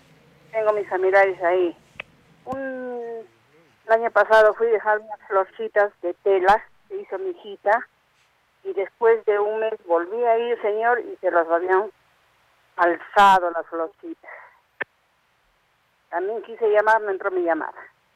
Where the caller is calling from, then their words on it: Arequipa, Peru; Soy de Miraflores.